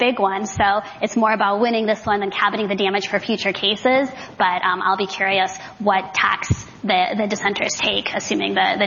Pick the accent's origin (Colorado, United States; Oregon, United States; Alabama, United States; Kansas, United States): Colorado, United States; tuition benefits for preschools in Colorado, my home state.